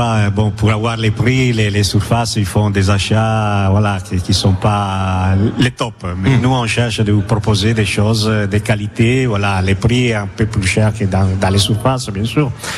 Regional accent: Italy; French is a second language; Nous sommes tous des artisans et commerçants italiens. Donc, je tiens à souligner qu'on vient d'Italie.

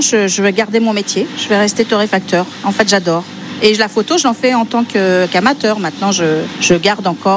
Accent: Saint-Amand-Montrond, Centre-Val de Loire, France; moved away as an adult; also born or lived in Paris; je suis de Saint-Amand-Montrond.

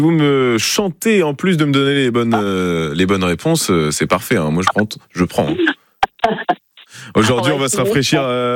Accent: Normandy, France; On est normand quand même.

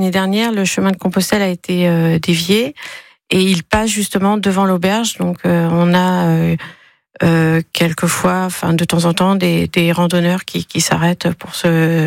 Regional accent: Saint-Malo, Brittany, France; moved away as an adult; now in Arbouet-Sussaute, France; nous venons effectivement de Saint-Malo, en Bretagne. On est arrivé dans le Pays Basque en 2021. On venait dans la région en vacances, on a eu le coup de cœur pour la région.

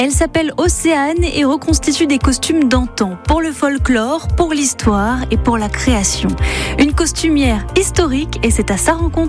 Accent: Brittany, France; chez nous, en Bretagne

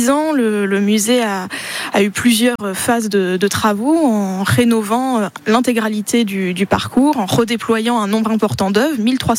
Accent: Normandy, France; also born or lived in Paris; now in Orléans, France; j'arrive de Paris, mais sinon je suis normande.

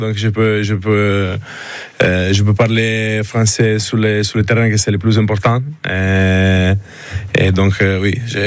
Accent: Teramo, Abruzzo, Italy; French is a second language; also born or lived in Rome; now in Perpignan, France; Toute ma famille vient de Rome, mais quand j'étais petit, on a tout déménagé en ville, en Abruzzo, qui s'appelle Teramo.

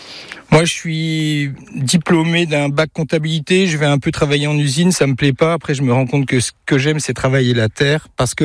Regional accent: Neufchâteau, Grand Est, France; now in Le Clerjus, France; je suis Vosgien de la Plaine. Je suis de Neufchâteau, je suis originaire de Neufchâteau. Je me suis installé dans le safran il y a 17 ans, à Plombières-les-Bains, sur les Hautes-Plombières. Et en 2021, j'ai acheté une petite ferme ici, au Clairjus.

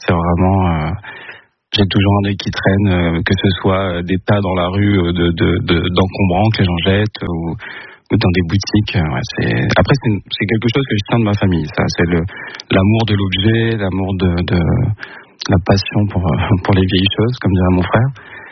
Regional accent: Boulogne-sur-Mer, Hauts-de-France, France; il y a eu un tournage qui s'est fait là d'où je viens, de Boulogne-sur-Mer

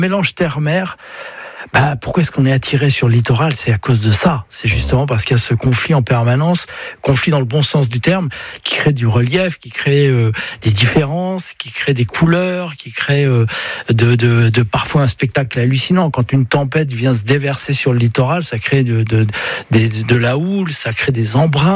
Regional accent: Brittany, France; je suis breton et puis je le ressens profondément.

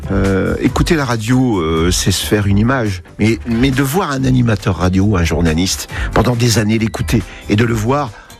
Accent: Gravelines, Hauts-de-France, France; Je suis né à Gravelines dans une maternité qui n'existe plus aujourd'hui. Alors j'y suis né, j'y suis allé à l'école, je suis parti un petit moment, je suis revenu.

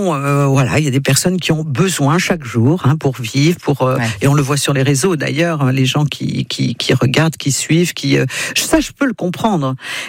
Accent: France; Je lui dis oui, je suis française.

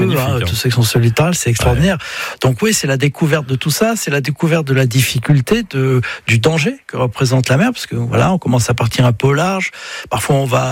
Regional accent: Brittany, France

